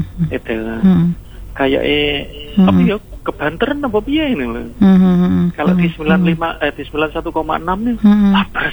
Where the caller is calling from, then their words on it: Balung, East Java, Indonesia; Di daerah sini, daerahku.